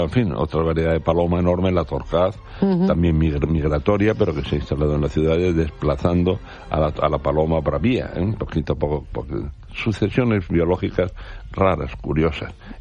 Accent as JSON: {"language": "Spanish", "country": "Spain", "said": "Si no he salido de mi pueblo más que dos veces."}